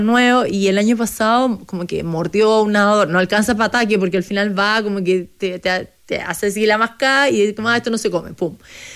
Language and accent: Spanish; Chile; Creo que obviamente para mí como chilena, Antártica tiene todo que ver con nuestros, no sé, nuestras raíces